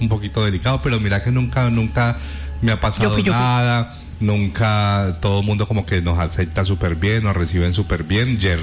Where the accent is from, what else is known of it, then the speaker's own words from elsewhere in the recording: Valle del Cauca, Colombia; yo que soy súper vallecaucano, que soy súper regionalista